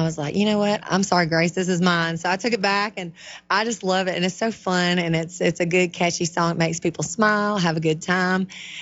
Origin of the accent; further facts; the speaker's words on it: Elberton, Georgia, United States; moved away as an adult; also born or lived in San Francisco; Born and raised in North Georgia, the granite capital of the world, Elberton, right outside of Athens.